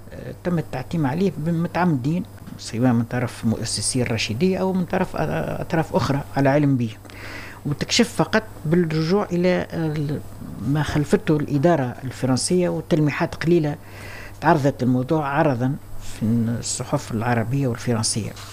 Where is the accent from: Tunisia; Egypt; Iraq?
Tunisia; accent: Tunisian dialect; كما نقولوا باللغة بلهجتنا التونسية